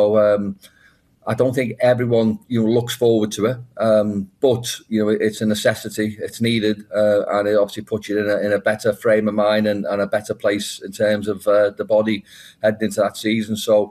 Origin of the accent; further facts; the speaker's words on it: Liverpool, North West England, United Kingdom; I'm from Liverpool, home